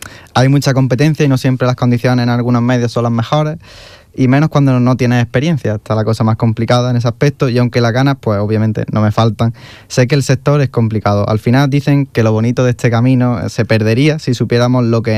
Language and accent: Spanish; Castilléjar, Andalusia, Spain; yo soy de un pequeño municipio, rodeado por los cuatro puntos cardinales de campo, que se llama Castilleja.